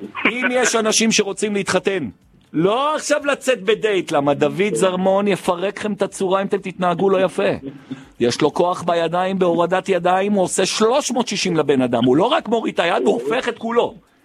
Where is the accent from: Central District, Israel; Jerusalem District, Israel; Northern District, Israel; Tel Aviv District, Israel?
Jerusalem District, Israel; Jerusalem; כי אני ירושלמי מותר לי